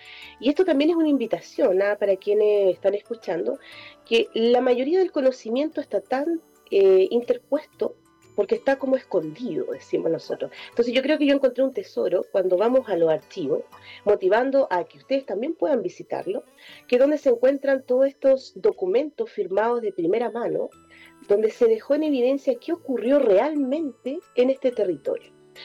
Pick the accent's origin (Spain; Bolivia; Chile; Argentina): Chile; San Carlos, Ñuble; also born or lived in Antofagasta; crecí en la ciudad de San Carlos, Ñuble, en una ciudad, dígase, de contexto rural, muy pegado a San Fabián de Alico. Entonces mi vida circundó también entre dos ciudades y aún sigue así. Volví a esta zona de la zona central.